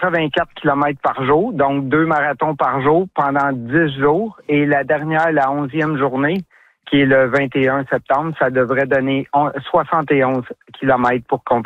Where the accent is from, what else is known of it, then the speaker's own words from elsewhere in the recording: Oka, Quebec, Canada; moi, je suis un natif d'Oka, j'ai grandi ici.